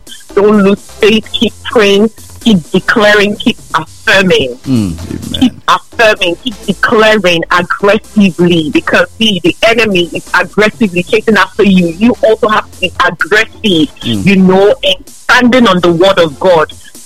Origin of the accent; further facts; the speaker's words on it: Kogi, Nigeria; I'm from Kogi.